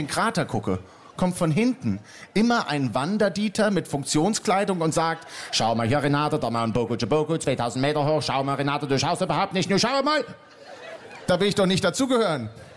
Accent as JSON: {"language": "German", "region": "Berlin", "country": "Germany", "said": "Ich bin ja Berliner."}